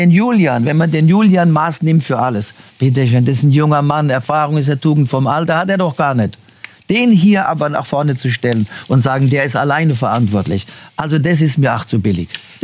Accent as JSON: {"language": "German", "country": "Germany", "moved": "yes", "lives_now": "Brazil"}